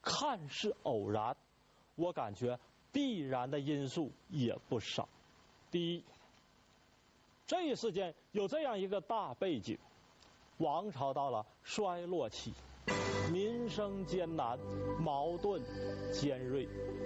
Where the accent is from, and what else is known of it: China